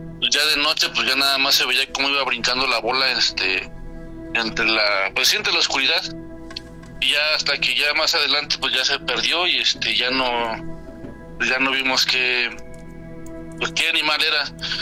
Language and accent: Spanish; Saltillo, Coahuila, Mexico; yo vengo de yo soy de Saltillo, Coahuila. Yo viví mucho tiempo allá en Coahuila.